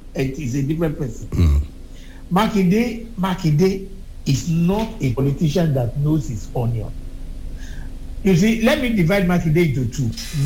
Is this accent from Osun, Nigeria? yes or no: yes; Osun, Nigeria; I'm from Osun